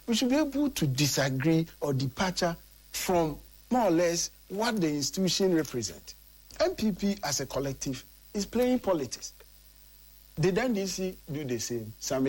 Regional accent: Ashanti, Ghana; I'm also from Ashanti region.

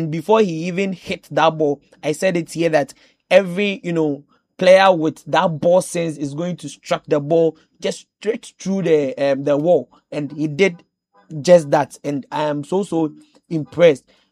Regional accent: Ghana; Even though as a Ghanaian, you feel that those 2 goals that you conceded

